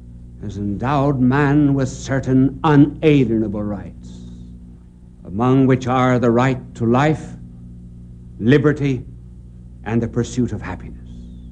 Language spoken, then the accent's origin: English; United States